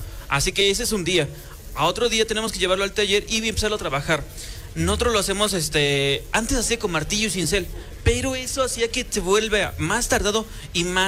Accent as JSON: {"language": "Spanish", "town": "San Nicolás de los Ranchos", "region": "Puebla", "country": "Mexico", "tie": "born or raised there", "said": "Bueno, nosotros somos la cultura de las piedras, que somos originarios de San Nicolás de los Ranchos."}